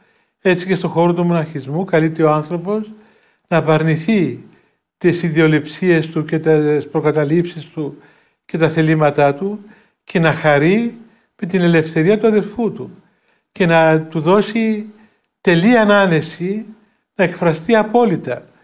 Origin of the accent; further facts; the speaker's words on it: Greece; έχουμε την ευλογία να είμαστε Έλληνες